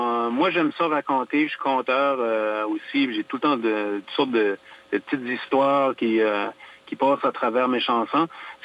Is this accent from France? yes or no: no; Acadia, Canada; Puis, tu sais, on est acadien, mais on a beaucoup d'influence anglaise aussi.